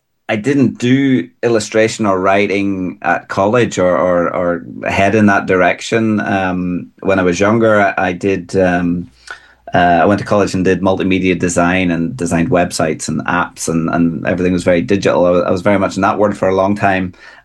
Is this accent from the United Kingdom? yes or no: yes; Ballycastle, Northern Ireland, United Kingdom; moved away; So I come from Ballycastle up on the North Antrim coast